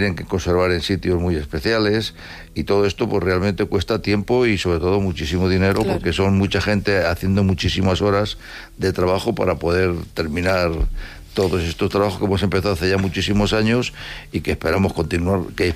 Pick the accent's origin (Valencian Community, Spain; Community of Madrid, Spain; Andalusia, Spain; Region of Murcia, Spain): Community of Madrid, Spain; Madrid; Quizás, bueno, la verdad que yo soy de Madrid